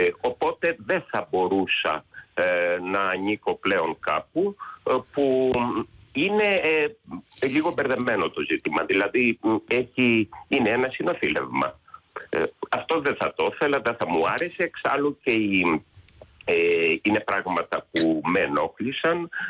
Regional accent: Lamia, Central Greece, Greece; από μικρό παιδί, από την πατρίδα μου, από τη Λαμία.

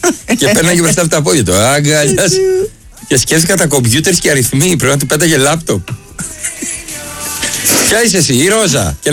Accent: Arta, Epirus, Greece; Εγώ δεν είμαι από το Λακαλανί, είμαι από την Άρτα.

